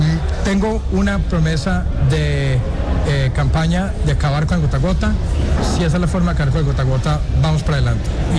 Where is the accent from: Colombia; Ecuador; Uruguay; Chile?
Colombia